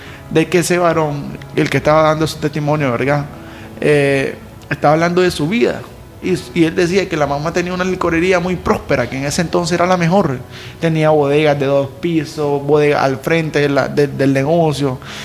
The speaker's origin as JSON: {"language": "Spanish", "town": "Tipitapa", "region": "Managua", "country": "Nicaragua", "said": "yo soy de Tipitapa, de Managua, la capital, si no conocen algunas personas."}